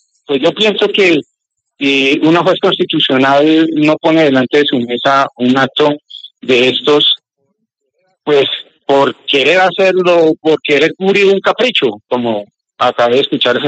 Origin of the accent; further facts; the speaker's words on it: Colombia; yo como colombiano...